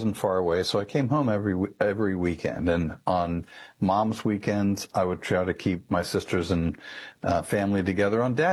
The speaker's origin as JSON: {"language": "English", "town": "Allentown", "region": "Pennsylvania", "country": "United States", "tie": "born or raised there", "also_born_or_lived": "Philadelphia area", "said": "I was born in the Philadelphia area, but I grew up most of my childhood in Allentown."}